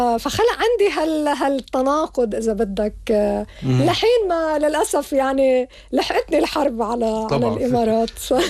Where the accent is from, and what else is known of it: Lebanon; moved away